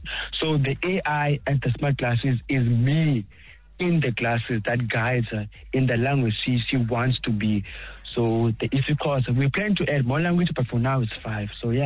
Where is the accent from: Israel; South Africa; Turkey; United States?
South Africa; Eastern Cape; I mean, I come from Mthanzane, Namkwan, in the Eastern Cape.